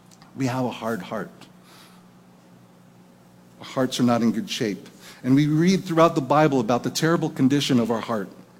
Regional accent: Napa, California, United States; I'm looking forward to traveling at the end of the month back to Napa, California, my hometown.

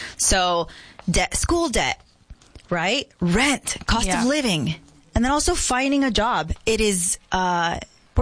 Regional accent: Yuma, Arizona, United States; moved away as an adult; also born or lived in Los Angeles; I moved back to Yuma, Arizona, to my hometown from Los Angeles about 7 months ago, and I moved in with my parents.

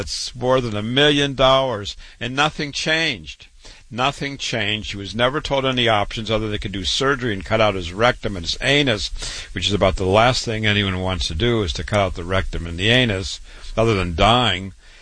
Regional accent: Waterloo, Iowa, United States; I was born and raised in Waterloo, Iowa, MD at 25

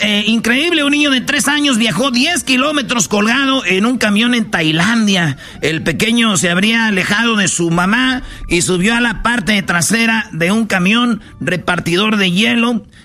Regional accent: Mexico; Como somos los mexicanos

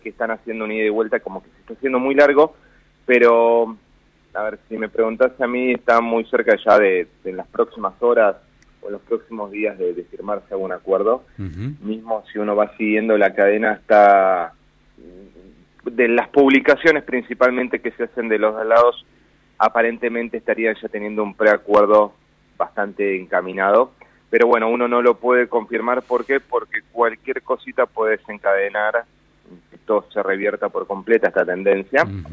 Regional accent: Buenos Aires, Argentina

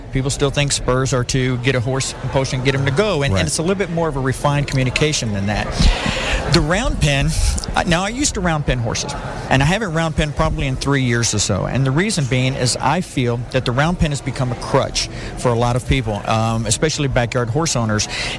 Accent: Tampa, Florida, United States; also born or lived in Texas / Oklahoma; Originally from Florida. I guess we would call Tampa, Florida home, but the beach is from Florida. I'm just a Cuban beach boy.

